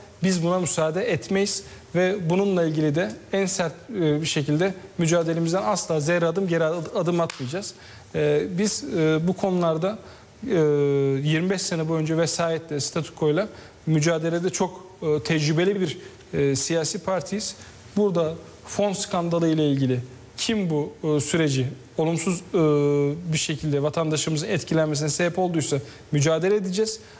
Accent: İzmir, Turkey; Biliyorsunuz ben İzmir milletvekiliyim. Evet. Doğma büyüme İzmirliyim.

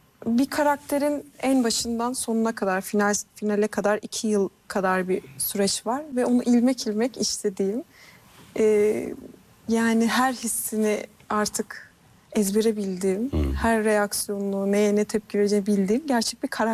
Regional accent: Ankara, Turkey; moved away as an adult; now in Istanbul, Turkey; İstanbul'da yaşayan bir Ankaralı olarak iyi ki Ankaralıymışım diyorum.

